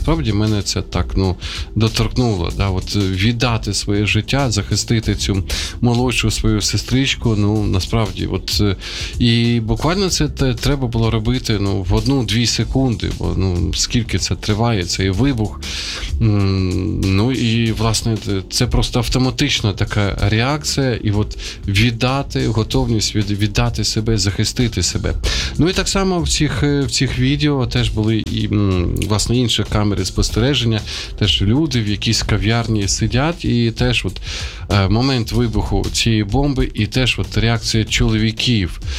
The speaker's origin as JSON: {"language": "Ukrainian", "town": "Sumy", "region": "Sumy Oblast", "country": "Ukraine", "tie": "born or raised there", "moved": "yes", "lives_now": "Kyiv, Ukraine", "said": "друге моє рідне місто, це є Суми, звідки походжу"}